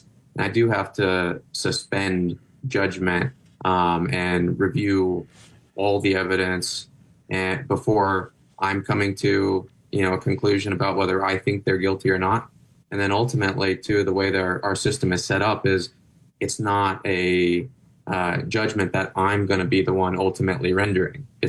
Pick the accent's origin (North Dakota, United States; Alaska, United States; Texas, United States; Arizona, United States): Arizona, United States; Phoenix; the environment I grew up in South Phoenix